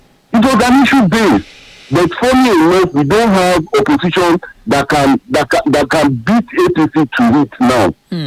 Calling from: Ikeja, Lagos, Nigeria; I'm calling from Ikeja.

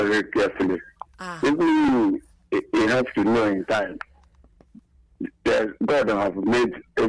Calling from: Ebonyi, Nigeria; I'm calling from Ebony State area

